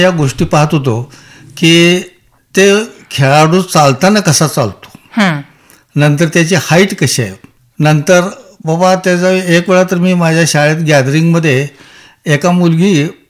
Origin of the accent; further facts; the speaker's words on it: Kini, Maharashtra, India; माझं मूळ गाव किणी आहे.